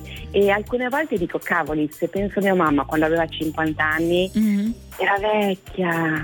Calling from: Lombardy, Italy; Io vi chiamo da Trigliano, che è in provincia di Milano.

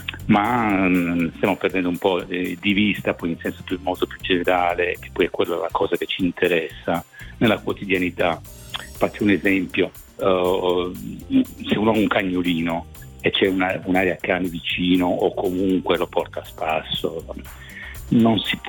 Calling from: Agrate Brianza, Lombardy, Italy; Io abito ad Agate Brianza.

